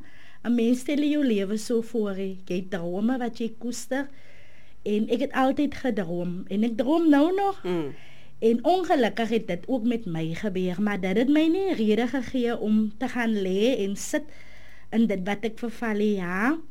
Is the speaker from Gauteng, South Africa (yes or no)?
no; Oudtshoorn, Western Cape, South Africa; ek is een boerling van Oudtshoorn my hele leven lang.